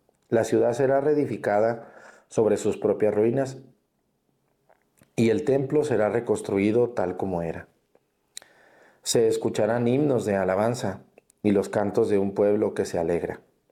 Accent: Mexticacán, Jalisco, Mexico; ustedes, que ya no viven en Mexticacán, pero quieren a mi pueblo

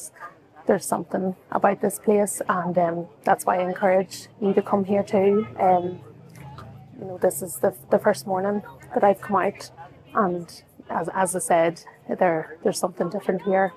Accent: Ireland; I'm from Ireland and I have come over here to Medjugorje

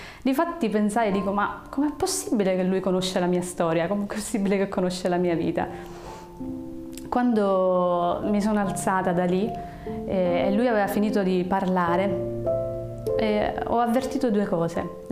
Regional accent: Canicattì, Sicily, Italy; moved away; a Canicattì, nel mio paese di origine.

